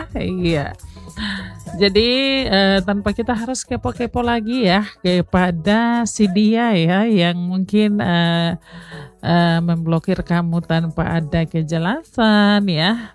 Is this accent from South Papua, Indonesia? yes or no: yes; Merauke, South Papua, Indonesia; Iya, kita orang Merauke bilang kalau dia seblokir ya sudah terserah dia, ngapain juga kita mau kepo-kepo ya.